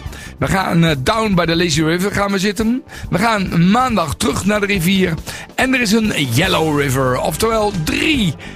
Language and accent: Dutch; Zwolle, Overijssel, Netherlands; Op dit moment is het hartstikke bewolkt hier vanuit de studio in Wezep. Ik kom zelf uit Zwolle